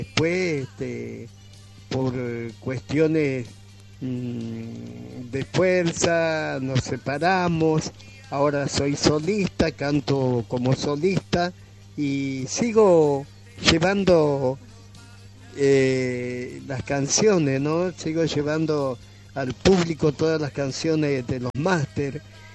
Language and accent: Spanish; Quimilí, Santiago del Estero, Argentina; now in Añatuya, Argentina; Yo soy oriundo de Quimilí, de aquí a 100 kilómetros de nuestra ciudad, de Añatuya. Y en el 74 llegué aquí y bueno, me quedé del todo a vivir, que me casé